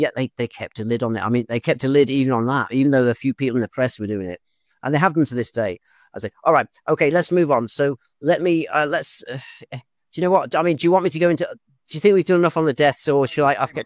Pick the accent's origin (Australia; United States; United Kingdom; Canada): United Kingdom; England; in the 80s, just think, we as an English country, we didn't have the internet and stuff.